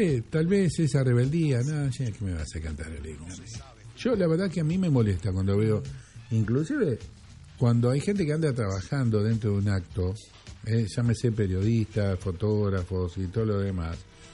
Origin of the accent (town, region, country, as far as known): Argentina